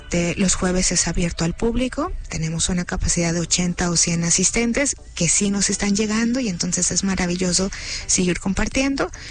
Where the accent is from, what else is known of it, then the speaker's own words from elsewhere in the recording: Mexico; muy lindo como mexicanos poder compartir toda nuestra riqueza cultural que tenemos.